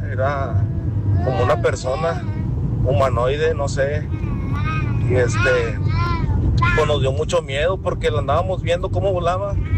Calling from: Monterrey, Nuevo León, Mexico; Yo soy de acá de Monterrey, Nuevo León.

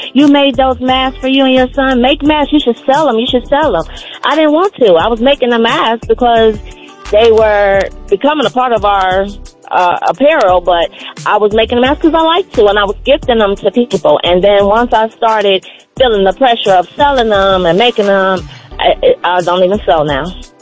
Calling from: Cleveland, Ohio, United States; I'm calling from Cleveland

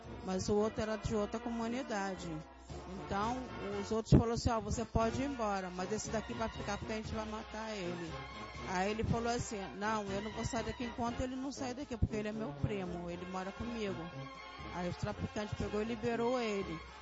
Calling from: Penha, Brazil; vim da Penha.

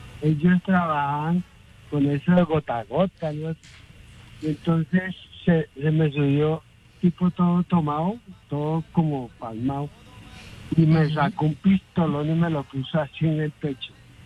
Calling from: Ibagué, Tolima, Colombia; Vivía ya harto tiempo. Soy de Ibagué.

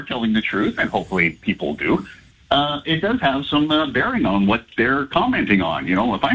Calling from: Central Saanich, British Columbia, Canada; from Central Saanich.

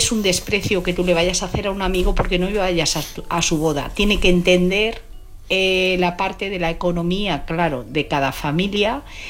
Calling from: Madrid, Community of Madrid, Spain; de Madrid.

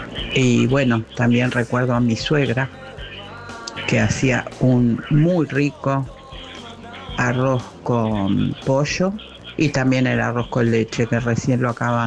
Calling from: Buenos Aires, Argentina; de Villa del Parque.

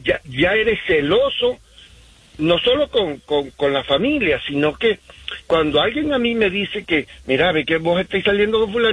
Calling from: Utah, United States; Los llamo desde Utah, estoy aquí.

